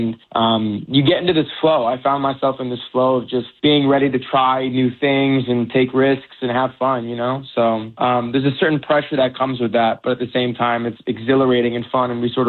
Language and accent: English; United States; born there; first language Farsi; I speak Farsi. I grew up speaking Farsi. My parents are both Iranian, so I was born in America, but they brought me up speaking a language.